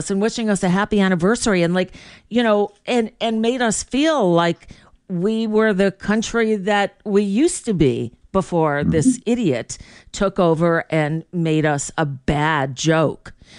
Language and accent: English; New York, United States; born there; I was born in New York, so I lived there for a little while.